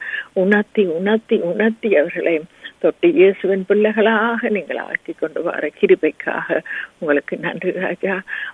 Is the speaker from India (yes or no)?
no; Sri Lanka; moved away; நாங்கள் பிறந்து வளர்ந்த சிறிய தீவாகிய இலங்கை தீவுக்காக